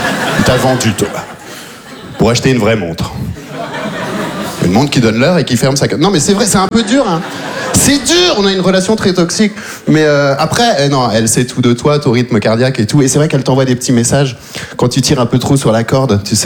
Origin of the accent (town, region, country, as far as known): Belgium